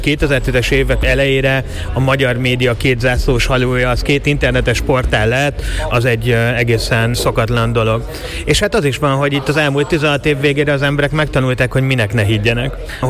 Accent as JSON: {"language": "Hungarian", "region": "Budapest", "country": "Hungary", "tie": "born or raised there", "said": "Hát én gyerekkorom óta például Józsefvárosban élek, pár éves kitérővel, ilyen szempontból lokálpatrióta vagyok, és gyökereteresztettem."}